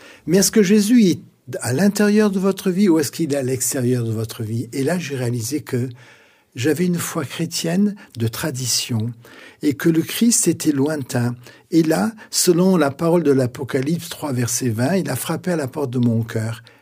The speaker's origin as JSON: {"language": "French", "town": "Marseille", "region": "Provence-Alpes-Côte d'Azur", "country": "France", "tie": "born there", "said": "Mes parents sont nés en France, je suis né en France, à Marseille. J'ai fait un travail sur moi-même d'intégration à la société française."}